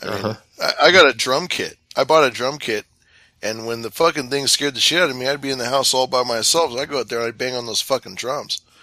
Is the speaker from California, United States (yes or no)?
yes; California, United States; I grew up in the Sacramento River Delta region, which back in the day of the early California pioneer days, they used to call that area the wilds